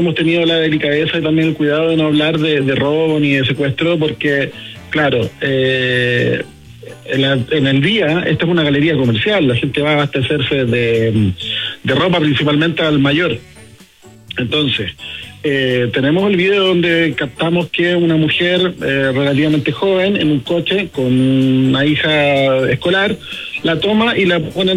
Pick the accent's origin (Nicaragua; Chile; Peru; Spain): Chile; A nosotros como chilenos